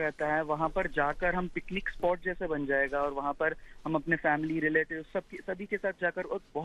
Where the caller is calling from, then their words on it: Hyderabad, Telangana, India; मैं हैदराबाद से हूँ।